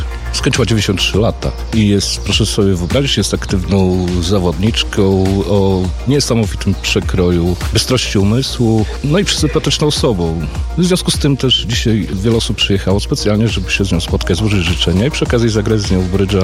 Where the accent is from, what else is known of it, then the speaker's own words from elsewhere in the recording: Włodawa, Lublin Voivodeship, Poland; Ja sam pochodzę z Włodawy.